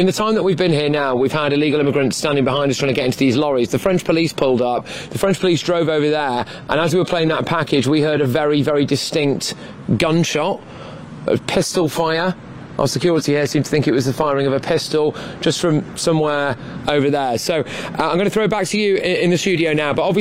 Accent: United Kingdom; I'm from Britain.

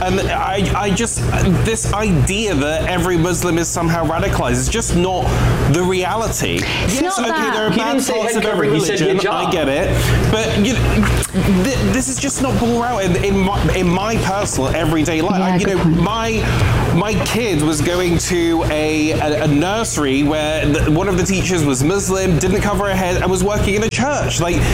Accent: United Kingdom; One of the good things about being British is that we can all live side by side and allow people to practice their religions in peace

